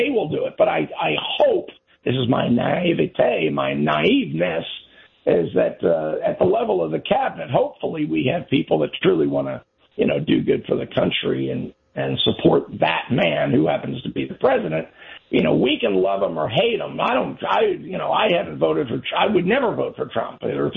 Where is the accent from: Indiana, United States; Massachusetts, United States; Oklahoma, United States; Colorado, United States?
Oklahoma, United States; Tulsa; I'm from Tulsa, and he was our senator